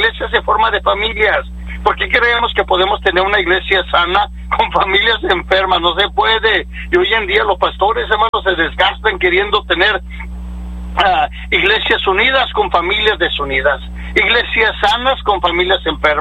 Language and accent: Spanish; Perryton, Texas, United States; Soy de Perrington, Texas